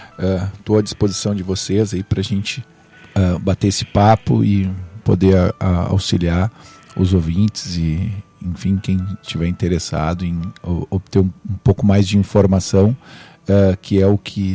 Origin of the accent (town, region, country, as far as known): Brazil; born or raised there